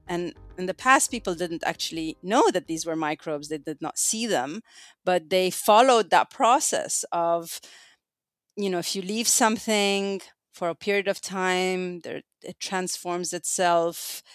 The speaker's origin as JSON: {"language": "English", "country": "Egypt", "tie": "born or raised there", "moved": "yes", "lives_now": "United States", "said": "growing up, I come from Egypt."}